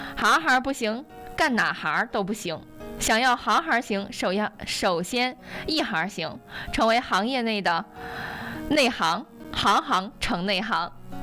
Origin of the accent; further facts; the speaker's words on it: China; 让我们中国人也有点蒙圈